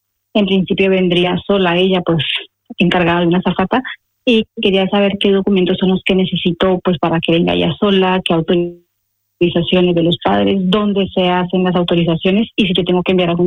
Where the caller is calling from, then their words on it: San Sebastián de los Reyes, Community of Madrid, Spain; con Sebastián de los Reyes.